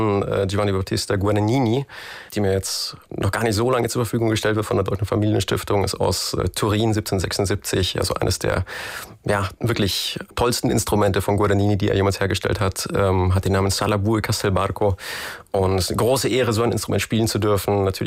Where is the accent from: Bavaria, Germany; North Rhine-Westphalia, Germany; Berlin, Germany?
Bavaria, Germany; Als Bayer ist man dann natürlich ein bisschen automatischer naturgebunden mit den Alpen vor der Haustür.